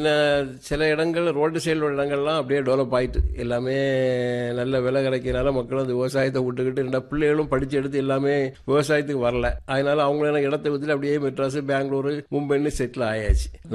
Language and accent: Tamil; Erachakulam, Tamil Nadu, India; என்னுடைய சொந்த ஊர் இறச்சகுளம். … கிட்டத்தட்ட ஒரு 40 வருஷம் மாட்டு விவசாயம் பண்ணிட்டு இருக்கேன். எங்க தாத்தா எங்க அப்பா எல்லாருமே பூர்வீகம் மாட்டு நாங்க விவசாயமும் வியாபாரமும்